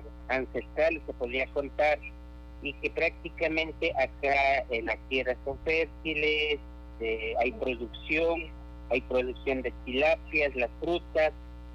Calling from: Latacunga, Cotopaxi, Ecuador

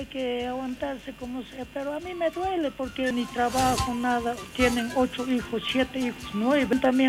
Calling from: Bolivia; Como somos bolivianos

